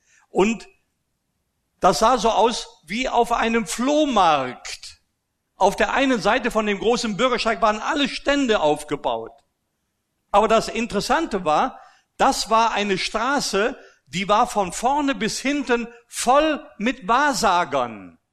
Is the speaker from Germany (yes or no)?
no; Austria; born or raised there